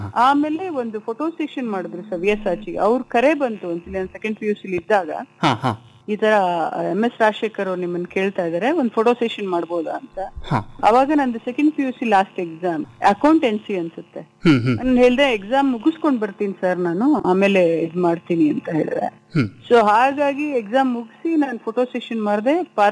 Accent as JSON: {"language": "Kannada", "town": "Bengaluru", "region": "Karnataka", "country": "India", "tie": "born or raised there", "also_born_or_lived": "Kodagu", "said": "ನಾನು ಆಕ್ಚುಲಿ ಕೊಡಗಿನವಳೆ. ನಾನು ಹುಟ್ಟಿ ಬೆಳೆದಿದ್ದೆಲ್ಲ ಬೆಂಗಳೂರೇ, ಬಟ್ ನನ್ನ ತಾತ ಇದ್ದಿದ್ದು ಮೂರ್ನಾಡ್ ಅಂತ ಕುಂಬಳದಾಳ್."}